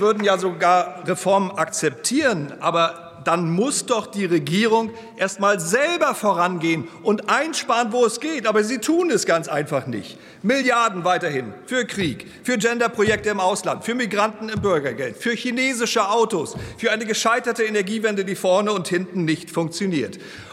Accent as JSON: {"language": "German", "region": "Mecklenburg-Vorpommern", "country": "Germany", "said": "Nach Sachsen-Anhalt kommt jetzt mein Heimatland Mecklenburg-Vorpommern."}